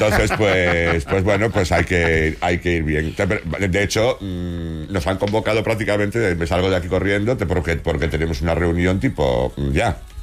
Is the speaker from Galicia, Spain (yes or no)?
yes; Foz, Galicia, Spain; Pues fíjate que en mi pueblo, en Foz, tiene que haber hoy unos buenos enfrentamientos